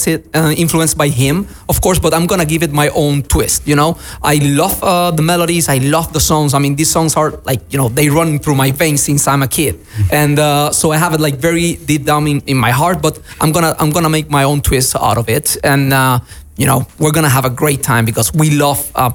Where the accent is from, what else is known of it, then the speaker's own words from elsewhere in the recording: Cuba; English is a second language; now in Curaçao; I'm from Cuba